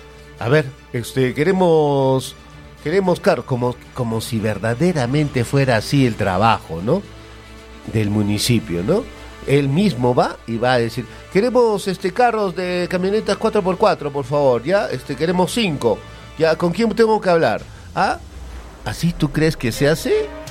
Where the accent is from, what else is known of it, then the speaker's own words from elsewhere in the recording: Peru; moved away; Que me han hecho vivir y recordar a mi lindo Perú.